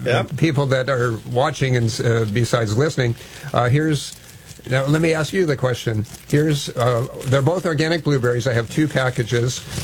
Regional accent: Hawaii, United States; I grew up in Hawaii, and actually, I knew one of the prime researchers.

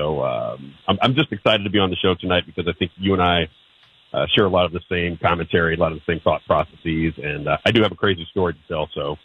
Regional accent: St. Louis, Missouri, United States

